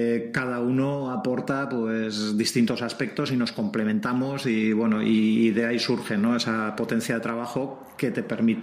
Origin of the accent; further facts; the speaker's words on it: Hernani, Basque Country, Spain; moved away as an adult; now in San Sebastián, Spain; Yo soy de Hernani, he sido, antes de ser socio del Club Vasco de Camping, lo he sido del Mendirismendi de Hernani. Me vine a vivir a Donosti hace ya unos cuantos años, hace 20 y tantos años